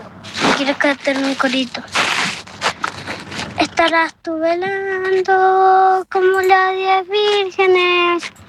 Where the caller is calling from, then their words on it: Vallenar, Atacama, Chile; de Vallenar.